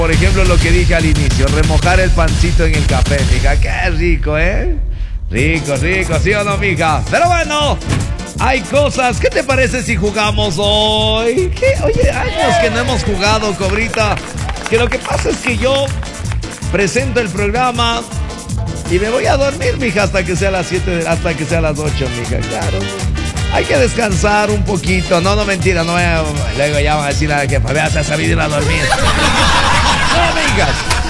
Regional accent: Latacunga, Cotopaxi, Ecuador; Yo, mija, como soy de la Tacunga Ñaño, agarré el choclo con la mano

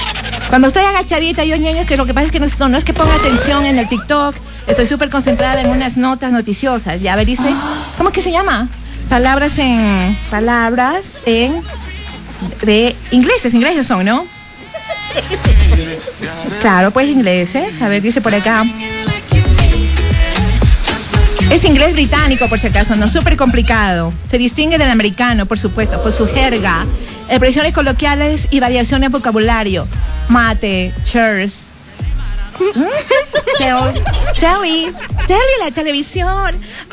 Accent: Cotacachi, Imbabura, Ecuador; Che, boludo, que soy de acá de Cotacachi, no de Argentina.

